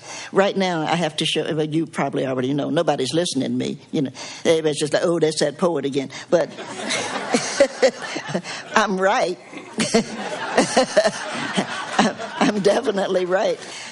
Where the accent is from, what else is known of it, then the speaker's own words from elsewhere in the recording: Appalachia, United States; aside from the fact that I'm an Appalachian, I'm a big fan of Appalachia.